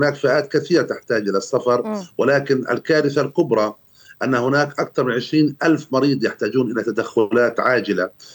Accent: Palestine; كفلسطينيين

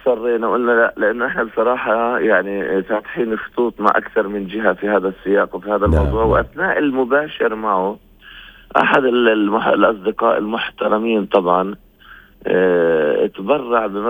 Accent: southern West Bank, Palestine; إحنا يعني بالجنوب

